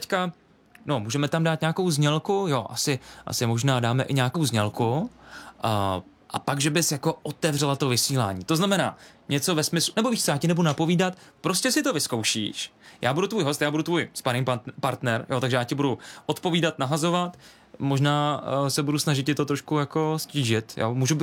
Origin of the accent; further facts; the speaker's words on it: Brno, South Moravian Region, Czechia; teď jsem to řekl jako Brňák